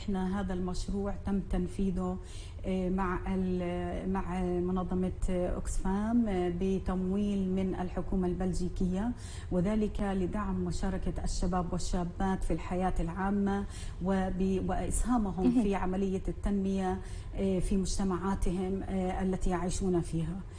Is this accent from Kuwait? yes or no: no; Palestine; نحن كفلسطينيين